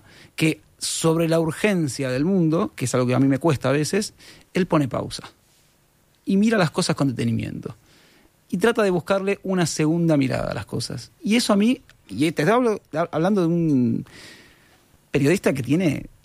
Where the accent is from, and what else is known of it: Buenos Aires, Argentina; moved away as an adult; now in Uruguay